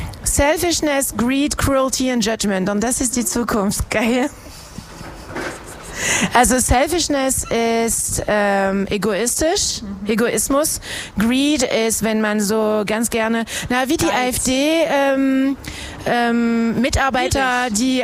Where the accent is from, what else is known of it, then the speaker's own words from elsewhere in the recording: France; now in Harz, Germany; Ich bin Französin.